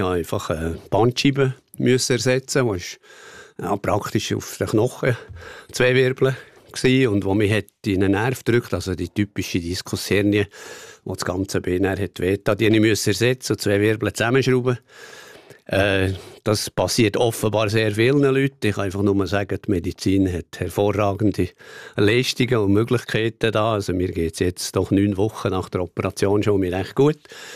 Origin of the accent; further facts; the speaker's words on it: Bern, Switzerland; dass mir selbstverständlich ein Wasserkraftwerk als Berner Oberländer viel sympathischer ist als ein KKW.